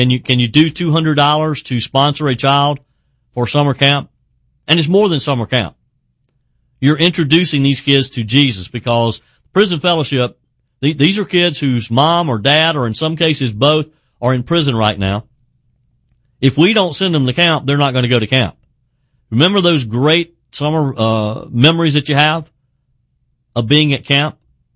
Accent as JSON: {"language": "English", "region": "South Carolina", "country": "United States", "tie": "born or raised there", "said": "this is going to affect what's happening in my home state of South Carolina today."}